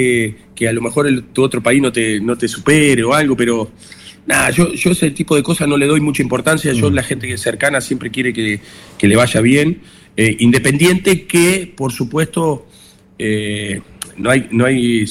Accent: Argentina; now in Chile; uno es argentino.

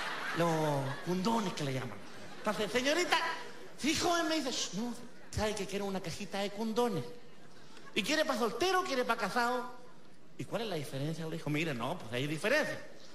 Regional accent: Chile; Tienes que ser con fuerza, como que somos chilenos, Gancho.

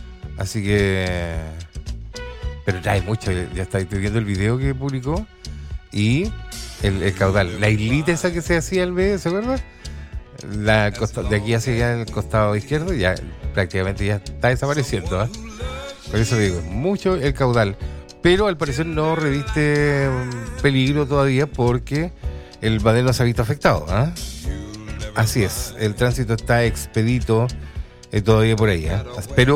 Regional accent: Rayenco, Biobío, Chile; born there; cuando éramos pequeños, yo vivía en Rayenco, ¿eh?

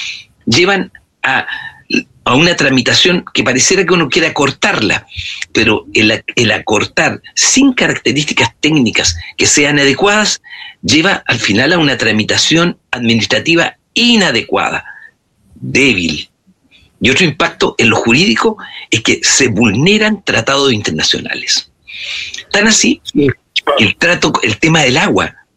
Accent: Chile; Comenzamos a pelearlos como chilenos.

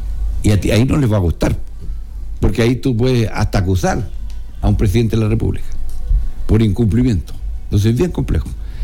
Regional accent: Talcahuano, Biobío, Chile; Yo soy de Talcahuano

